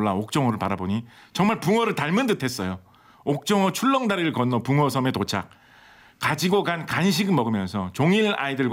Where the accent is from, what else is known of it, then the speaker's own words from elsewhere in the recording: Yaksan, South Jeolla, South Korea; 참고로 저희 가족은 완도군 약산이라는 섬에서 나고 자란 섬 사람들입니다.